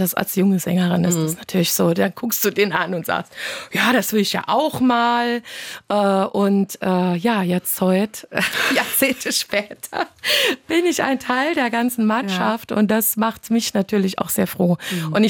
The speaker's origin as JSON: {"language": "German", "region": "Saarland", "country": "Germany"}